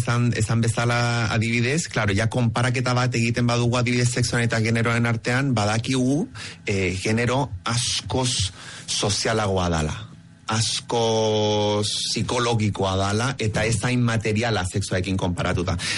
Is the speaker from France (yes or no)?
no; Chile; ni txiletarra naiz, eta klaro, kulturan artean be, nahiko tradizionala, edo hemendik konparatuta adibidez, tradizionalagoa da Txile